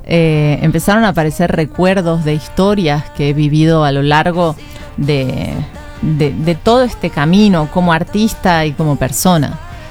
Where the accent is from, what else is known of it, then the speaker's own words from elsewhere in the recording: Córdoba, Argentina; moved away as an adult; also born or lived in Buenos Aires; now in Mexico; porque sí sé que soy de Córdoba, pero llegué y me di cuenta que llevaba fuera de Córdoba la misma cantidad de tiempo que el tiempo que crecí en Córdoba.